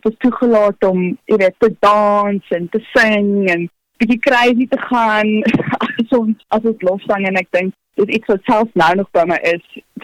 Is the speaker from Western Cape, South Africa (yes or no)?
yes; Western Cape, South Africa; born there; now in Goodwood, South Africa; ek is oorspronklik eintlik van die Helderberg area af ook, so ek ken daai valley baie goed en ek's baie lief vir daai beautiful vibe of so. Maar tans bevind ek myself nader aan die stad, ek bly in Goodwood.